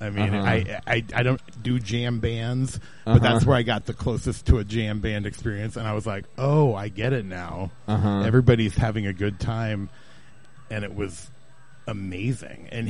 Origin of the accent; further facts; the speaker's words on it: Salem, United States; And I grew up in Salem, and in Salem, to like anything that was out of the ordinary was just to like call, it was to call for trouble